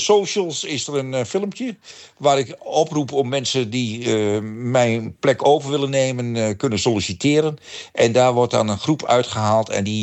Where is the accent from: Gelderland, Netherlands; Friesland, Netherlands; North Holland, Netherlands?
Gelderland, Netherlands